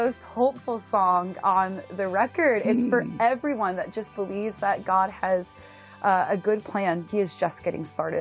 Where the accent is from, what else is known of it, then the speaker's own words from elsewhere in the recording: United States; I grew up right outside of New York.